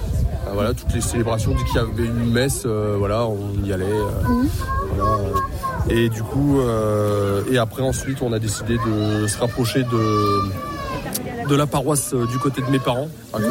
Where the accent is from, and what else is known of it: Courbevoie, Île-de-France, France